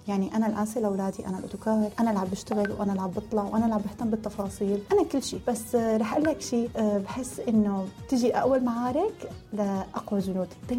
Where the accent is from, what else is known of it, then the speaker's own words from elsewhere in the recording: Syria; now in Turkey; انا فرضا بالنسبه لي اهلي هون، الجو هون حلو، هي تركيا بلد كتير حلوه. يعني نحن هون كسوريين ما عندنا مشكله